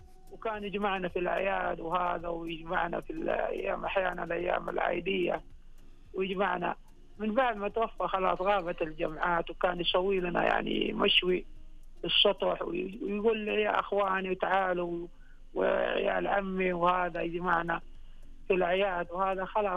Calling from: Jeddah, Makkah Province, Saudi Arabia

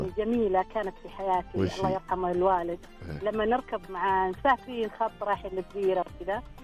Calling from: Al Quwayiyah, Riyadh Province, Saudi Arabia; لما نصل ديرتنا القوعية

